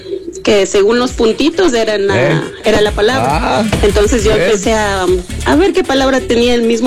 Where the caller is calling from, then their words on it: Quito, Pichincha, Ecuador; Del sur de Quito por San Martín.